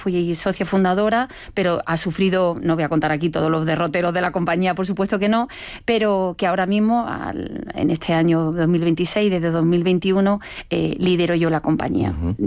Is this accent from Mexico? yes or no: no; Ronda, Andalusia, Spain; empecé en el colegio en Ronda, sabes que yo soy rondeña, soy andaluza, como tú, malagueña, para más señas, al menos de la provincia.